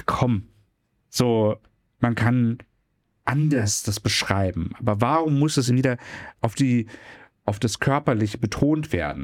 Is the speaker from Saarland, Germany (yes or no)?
no; Berlin, Germany; aber ich sehe mich ja auch hauptsächlich als Berliner